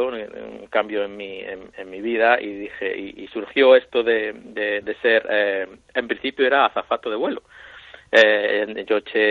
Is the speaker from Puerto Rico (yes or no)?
no; Ponferrada, Castile and León, Spain; also born or lived in Ferrol / Narón; Mis padres somos todos gallegos, pero bueno, mis padres querían que naciera allí y eso fue la decisión que tomaron. Pero bueno, yo estuve viviendo en Ponferrada hasta los 16 años, en los que nos mudamos de vuelta para Narón